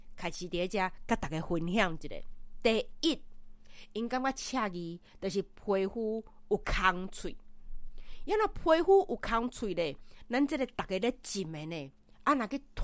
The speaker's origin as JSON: {"language": "Chinese", "country": "Taiwan", "said": "我们台湾人"}